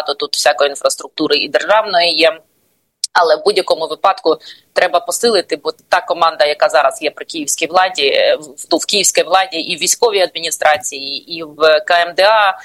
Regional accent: Kyiv, Ukraine; я киянка, яка теж платить податки тут

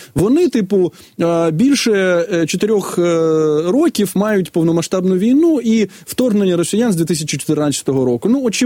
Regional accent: Poland; Ukrainian is a second language; ми, поляки, ми, Польща, не пустимо Україну в ЄС

